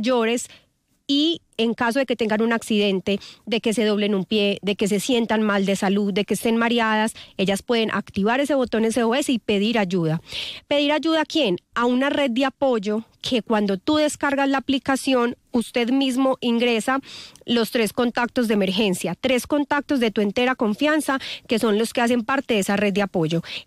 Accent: Antioquia, Colombia; soy antioqueña de 36 años. Soy mamá.

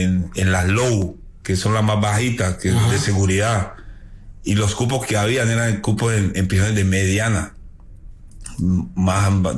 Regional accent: Colombia; moved away; yo soy colombiano.

